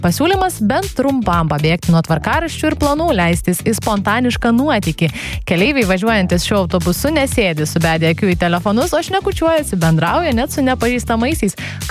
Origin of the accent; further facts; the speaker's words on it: Vilnius, Vilnius County, Lithuania; Pati esu vilnietė